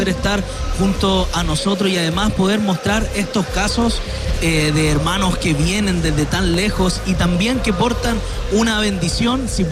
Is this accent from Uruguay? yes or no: no; Chile; de parte de nosotros como chilenos.